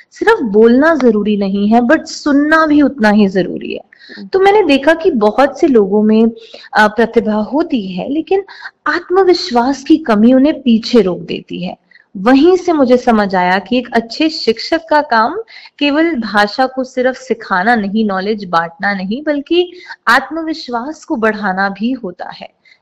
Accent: Delhi, India; अगर मैं अपने बचपन की बात करूं तो मेरा बचपन दिल्ली में बीता है, वहीं मेरा जन्म हुआ, वहीं मैं पली बड़ी और वहीं से मैंने जिंदगी की जो अमूल्य सीखें होती हैं वो ली।

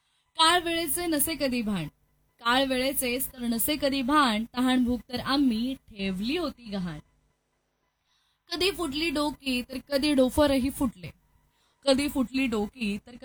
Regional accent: Mumbai, Maharashtra, India; born there

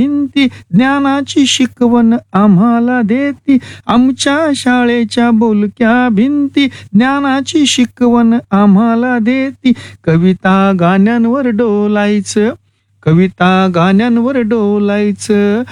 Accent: Niphad, Maharashtra, India; now in Nashik, India; मी मूळ सदीफडचा असल्यामुळे तसा मी कुसुमाग्रजांचा तालुक्यातला आहे

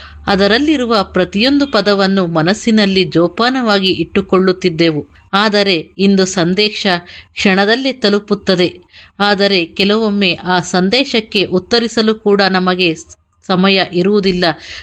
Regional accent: Tumakuru, Karnataka, India; ನನ್ನ ಊರು ಕಲ್ಪತರುನಾಡು, ತುಮಕೂರು.

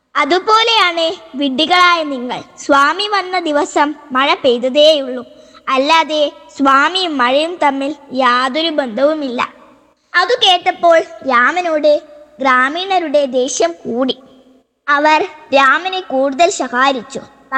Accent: Kallerikkara, Kerala, India; എന്റെ നാട് കല്ലേരിക്കര. ഞാൻ 6-ാം ക്ലാസ്സിലാണ് പഠിക്കുന്നത്.

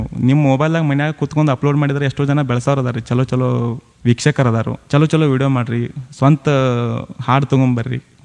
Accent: North Karnataka, India; ಈ ಕಡೆ ಉತ್ತರ ಕರ್ನಾಟಕ ಕಡೆ

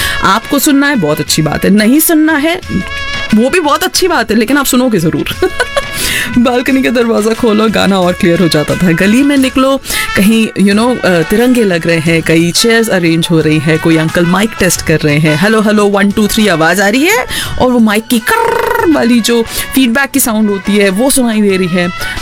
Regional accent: Kanpur, Uttar Pradesh, India; moved away; हमारे कानपुर में

